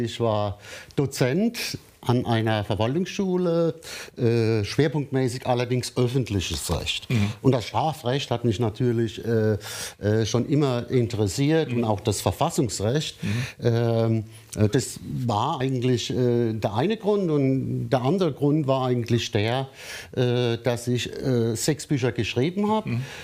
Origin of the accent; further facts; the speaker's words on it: Rhineland-Palatinate, Germany; Ich bleibe in der Heimat.